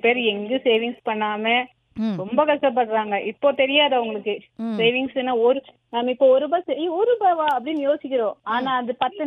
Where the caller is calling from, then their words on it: Mysore, Karnataka, India; Tamil is a second language; நாங்க மைசூர்.